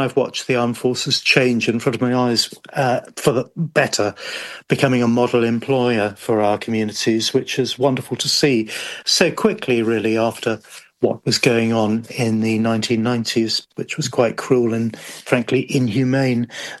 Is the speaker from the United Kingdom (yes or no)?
yes; South East England, United Kingdom; I grew up on the Isle of Wight, which... it's like going back to the 1950s, full of charm, but growing up as a gay kid was pretty difficult in the 60s.